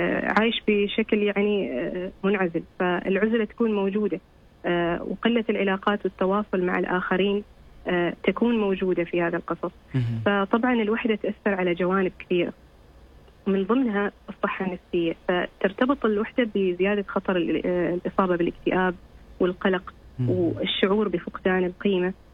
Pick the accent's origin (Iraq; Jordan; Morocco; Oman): Oman; إحنا كمجتمع عماني